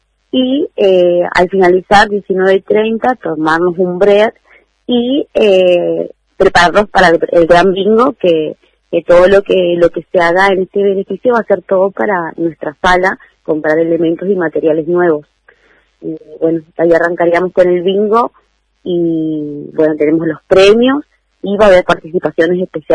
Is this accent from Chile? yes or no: no; Corrientes, Argentina; now in Río Mayo, Argentina; Corrientes, que es de mi provincia